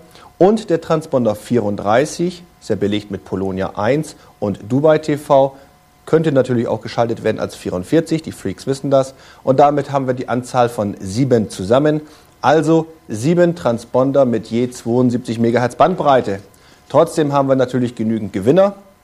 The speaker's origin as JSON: {"language": "German", "town": "Delmenhorst", "region": "Lower Saxony", "country": "Germany", "tie": "born or raised there", "said": "Ich grüße Delmenhorst, meine alte Heimatstadt. Moin, moin."}